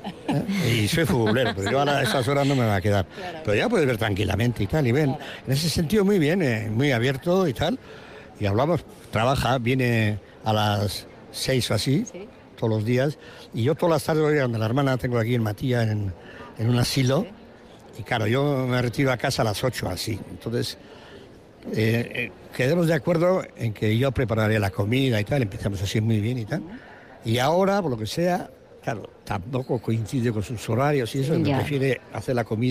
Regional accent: San Sebastián, Basque Country, Spain; yo soy de Añorra

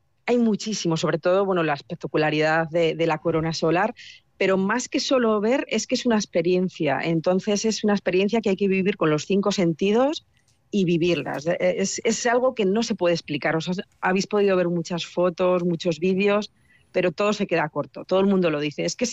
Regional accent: Calahorra, La Rioja, Spain; Yo soy de Calahorra, de La Rioja

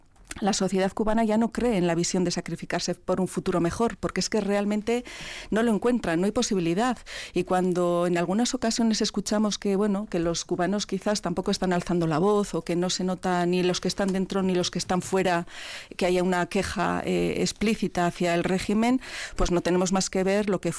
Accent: Spain; gringa no, soy española.

